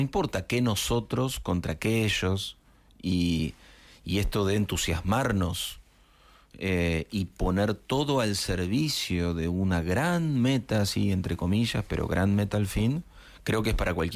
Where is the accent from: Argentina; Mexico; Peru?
Argentina